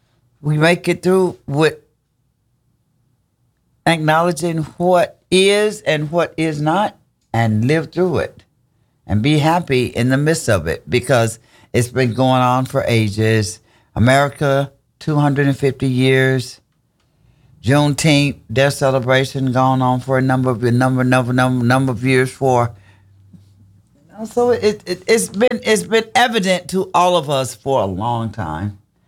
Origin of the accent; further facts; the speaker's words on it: United States; I am a American.